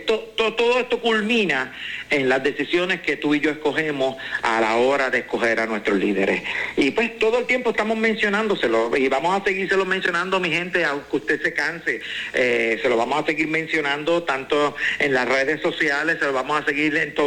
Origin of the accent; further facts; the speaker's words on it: Puerto Rico; nosotros como puertorriqueños